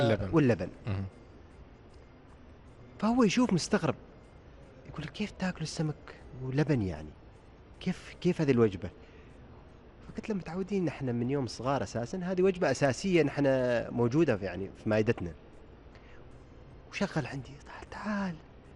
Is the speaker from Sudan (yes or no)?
no; Oman; نحن كعمانيين